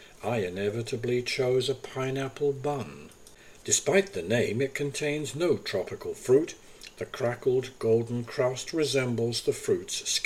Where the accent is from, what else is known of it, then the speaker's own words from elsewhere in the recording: Hong Kong; I was born in Hong Kong in the 1970s to a French mother and a Chinese father. And long before I became a cookbook author, this city taught me how to think about food.